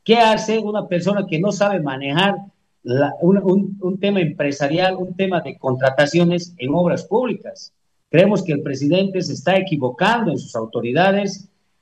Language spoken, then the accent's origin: Spanish; Bolivia; queremos un cambio en los bolivianos, queremos que Bolivia salga adelante y nosotros, como el transporte pesado boliviano